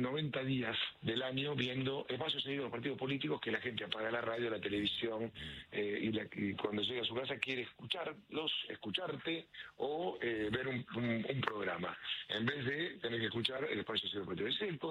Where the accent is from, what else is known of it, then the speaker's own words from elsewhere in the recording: Argentina; este gigante que somos los argentinos o nuestro país, que estaba adormecido.